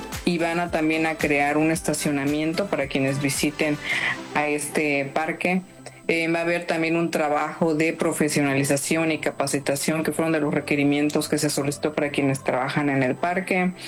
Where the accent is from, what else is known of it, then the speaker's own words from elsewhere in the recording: Mexico; que es muy importante para nosotros como mexicanos.